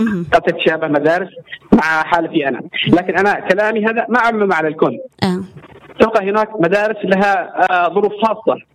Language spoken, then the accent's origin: Arabic; Aden, Yemen; إحنا أبناء عدن ونحن نحس الوضع هذا علينا كامل